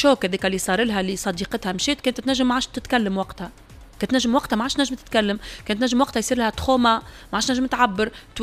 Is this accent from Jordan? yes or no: no; Tunisia